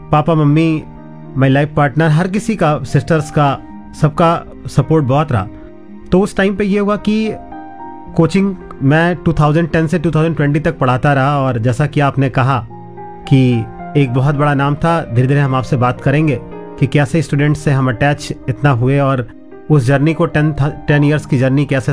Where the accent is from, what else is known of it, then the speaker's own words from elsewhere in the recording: Semri, Uttar Pradesh, India; मैं मूल रूप से सिद्धार्थनगर जिले के इटवा तहसील के सेमरी गांव का रहने वाला हूं।